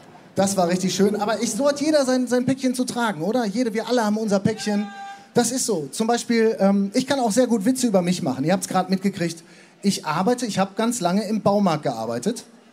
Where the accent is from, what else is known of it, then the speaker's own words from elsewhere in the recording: North Rhine-Westphalia, Germany; ich komme aus dem Ruhrgebiet